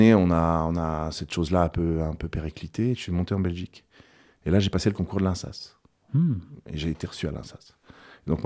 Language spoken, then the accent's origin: French; Switzerland; now in France; j'ai travaillé 2 ans en Suisse, parce que je suis suisse, donc du coup, j'ai la possibilité de travailler là-bas. J'ai à plusieurs reprises dans ma vie travaillé en Suisse